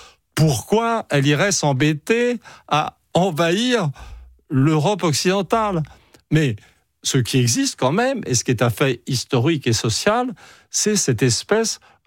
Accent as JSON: {"language": "French", "country": "France", "said": "la réalité, c'est que je suis un Français rien d'autre, et un occidental, je dirais, vraiment."}